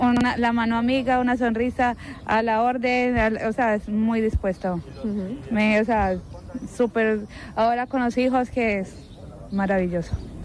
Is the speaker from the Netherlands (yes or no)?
no; Colombia; moved away as an adult; now in Spain; Soy colombiana. Uh-huh. Hace 7 años que estoy acá en España.